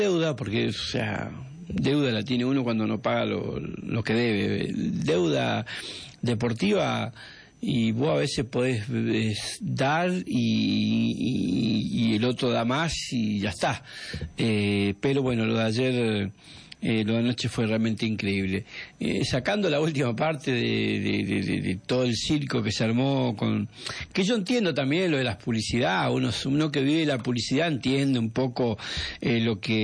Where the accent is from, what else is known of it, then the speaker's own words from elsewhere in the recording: Argentina; ni siquiera yo, o como argentino